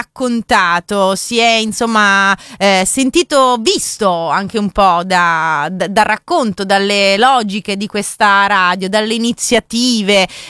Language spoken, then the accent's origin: Italian; England, United Kingdom; also born or lived in Rome; Io sono di Roma, sono cresciuta, sono diventata adulta in Inghilterra.